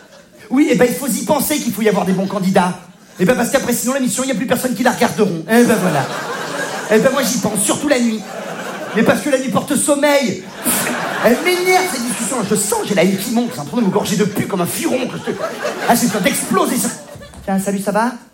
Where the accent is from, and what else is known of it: Provence-Alpes-Côte d'Azur, France